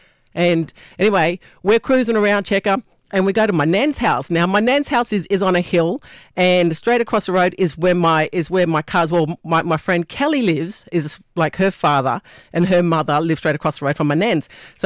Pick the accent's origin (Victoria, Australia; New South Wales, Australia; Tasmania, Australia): New South Wales, Australia; Casino; moved away; I grew up in Cass, and in the 90s, it was beautiful. Like it's not what it is now from what I hear, you know, and I hardly go home